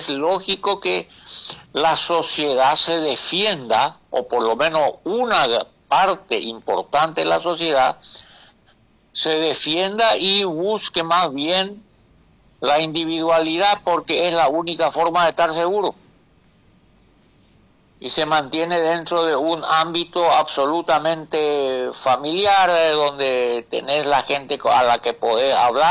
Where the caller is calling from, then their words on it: Paraguay; cómo somos los paraguayos